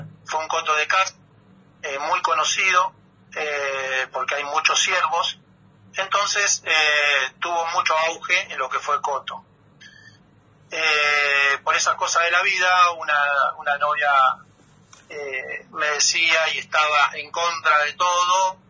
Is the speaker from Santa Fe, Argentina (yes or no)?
no; Mar del Plata, Buenos Aires Province, Argentina; moved away; yo soy de Mar del Plata y vine a este lugar a vivir en paz.